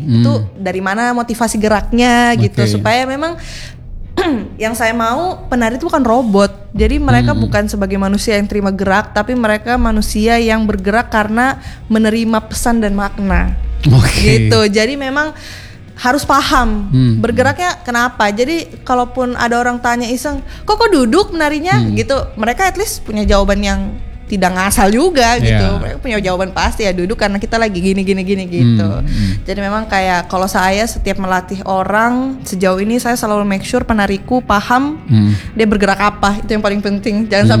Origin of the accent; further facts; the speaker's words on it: Sulawesi, Indonesia; also born or lived in Bali; Kebetulan saya ini juga orang Bali. Bali. Tapi saya besarnya di Sulawesi.